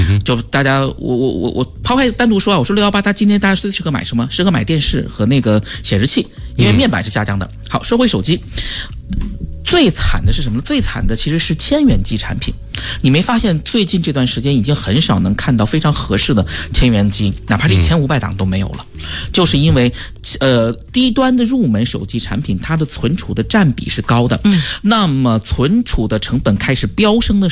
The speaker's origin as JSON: {"language": "Chinese", "country": "China"}